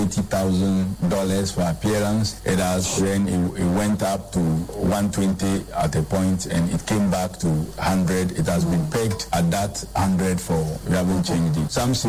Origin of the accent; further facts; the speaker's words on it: Ghana; I am a Ghanaian and also a minister.